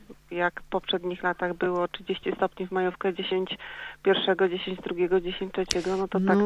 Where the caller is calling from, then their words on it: Lubin, Lower Silesian Voivodeship, Poland; Z Lubina.